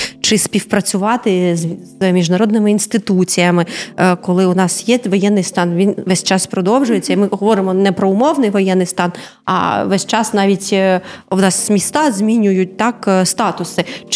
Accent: Donetsk Oblast, Ukraine; я родом з Донеччини

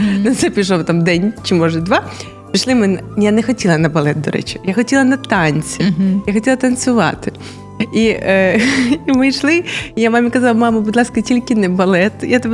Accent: Kyiv, Ukraine; moved away as an adult; also born or lived in Volyn; now in Odesa, Ukraine; Я киянка, в мене мати киянка, а батько в мене взагалі зі Львова

